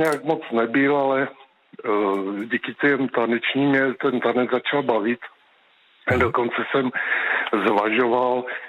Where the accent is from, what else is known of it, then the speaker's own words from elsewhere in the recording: Brno, South Moravian Region, Czechia; now in Jedovnice, Czechia; No, já jsem původem Brňák, teď bydlím v Jedovnicích, kousek od Brna. Mhm. Nicméně do školy jsem chodil v Brně a na gymnázium